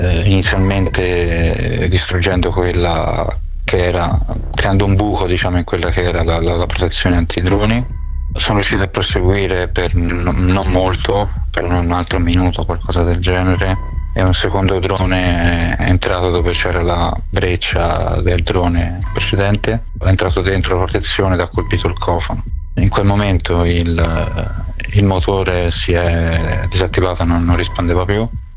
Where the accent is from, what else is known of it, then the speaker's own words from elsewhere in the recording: Tuscany, Italy; moved away; Vengo dalla provincia di Firenze, ho 34 anni e in questo momento mi trovo in un centro di riabilitazione militare in periferia di Kiev.